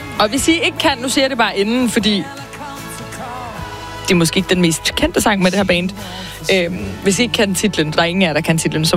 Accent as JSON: {"language": "Danish", "town": "Viborg", "region": "Central Denmark Region", "country": "Denmark", "said": "jeg er fra Viborg."}